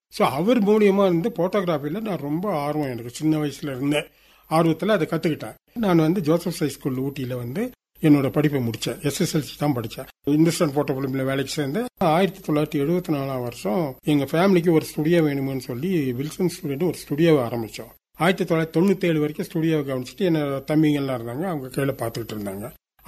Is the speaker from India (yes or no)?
yes; Ooty, Tamil Nadu, India; நான் வந்து கோடபந்து என்ற இடத்துல வந்து பிறந்தேன்.